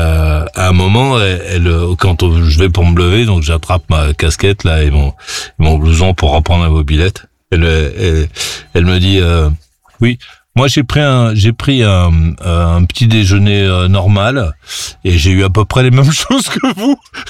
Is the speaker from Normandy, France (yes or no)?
yes; Coutances, Normandy, France; moi, je sais pas, je suis de Normandie.